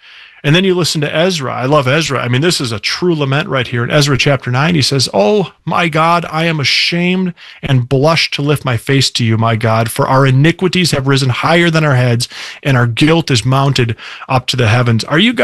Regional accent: Minneapolis, Minnesota, United States; now in Sioux Falls, United States; I grew up in the Minneapolis area. I live in Sioux Falls now. I've lived in the Midwest most of my life.

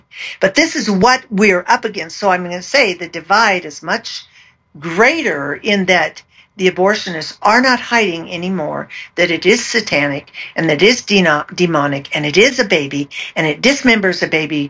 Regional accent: California, United States; We were raised in California.

